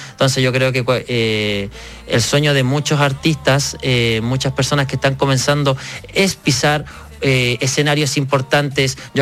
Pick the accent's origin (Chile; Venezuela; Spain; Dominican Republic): Chile; Curacaví, Santiago Metropolitan Region; enviarle un cariñoso saludo a mi Curacaví, que me ha visto crecer, que es mi tierra